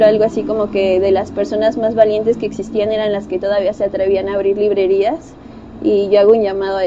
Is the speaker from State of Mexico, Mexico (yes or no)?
yes; Ecatepec, State of Mexico, Mexico; Mi papá es un microbusero, mi mamá una estilista de barrio. Yo soy originaria de Catepec.